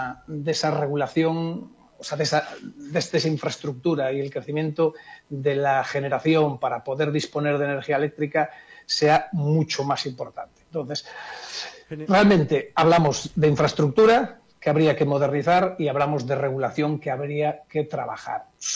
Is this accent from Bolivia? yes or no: no; Spain; moved away as an adult; also born or lived in Venezuela / Colombia; Yo soy español